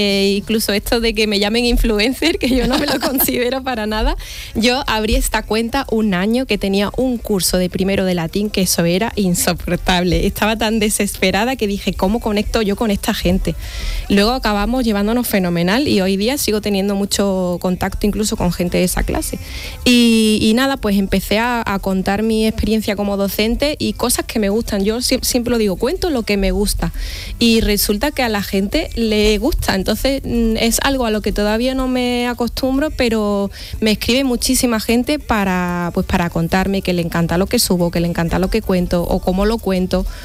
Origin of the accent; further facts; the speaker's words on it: Andalusia, Spain; accent: Andalusian; nuestro andaluz.